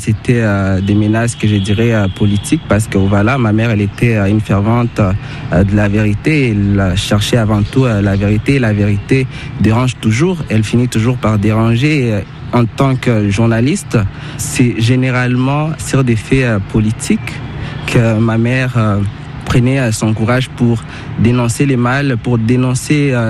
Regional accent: East, DR Congo; first language sw; French is a second language; Oui, le swahili. Je viens de l'Est. Donc, l'Est, c'est le swahili.

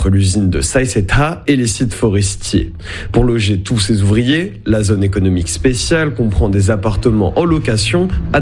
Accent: France; Je suis français

